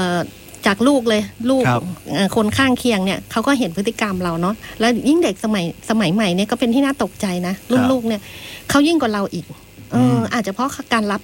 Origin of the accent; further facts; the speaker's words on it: Nan Province, Nan, Thailand; เราเป็นคนในพื้นที่เนาะหมายถึงคนในจังหวัดน่านเกิดที่จังหวัดน่าน